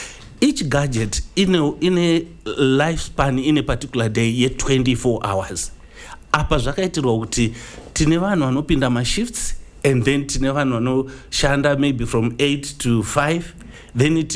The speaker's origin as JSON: {"language": "English", "region": "Masvingo", "country": "Zimbabwe", "said": "I'm excited to be here today to join the team in Zishawane. I'm basically from Masingo."}